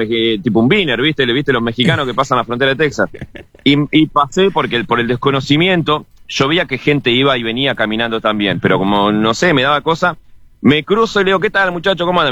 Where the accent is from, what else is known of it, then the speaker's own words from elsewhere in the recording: Bella Unión, Artigas, Uruguay; born there; moved away; Yo sí, obviamente, nací en Bella Unión, acá ya estaba llegando el bondi, veía la rotonda que decía Bella Unión y tenía ganas de pegarme una vuelta, porque ahí está el lugar donde yo nací